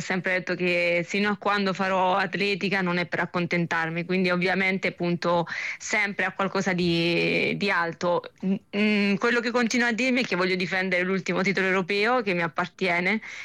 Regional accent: Ostia, Lazio, Italy; E l'Italia, io sono di Ostia

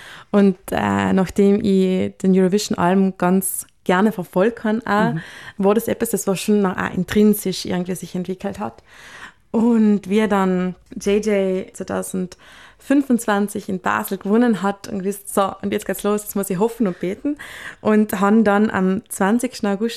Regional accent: Trentino-Alto Adige, Italy; now in Vienna, Austria; jetzt nach Wien gegangen bin. Und haben auch ein paar ganz interessante Gespräche gehabt, wie das als Südtirolerin denn so ist.

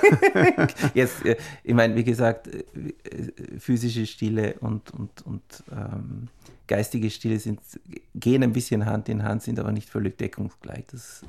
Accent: St. Pölten, Lower Austria, Austria; born there; An der Musikschule St. Pölten, das ist auch meine Geburtsstadt. Das war auch meine frühe Ausbildung hat dort stattgefunden.

